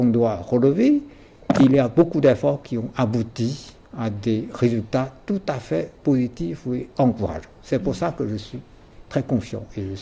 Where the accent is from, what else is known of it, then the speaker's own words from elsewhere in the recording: China; À partir de la Chine, en tant que Chinois, je vois la nette montée en puissance des pays du Sud global.